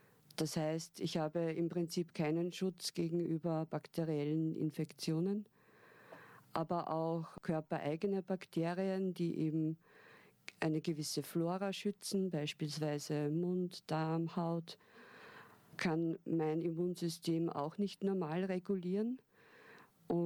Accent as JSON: {"language": "German", "region": "Upper Austria", "country": "Austria", "tie": "born or raised there", "said": "Ich bin hier im Umkreis von Linz aufgewachsen"}